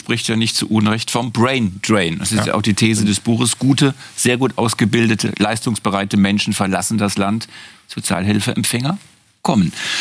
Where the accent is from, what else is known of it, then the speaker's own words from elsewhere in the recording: Berlin, Germany; Als Berliner.